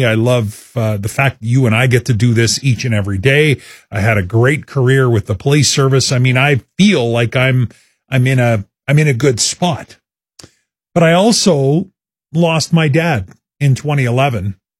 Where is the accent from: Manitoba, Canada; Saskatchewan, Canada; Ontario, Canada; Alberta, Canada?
Saskatchewan, Canada; Saskatoon; born or raised there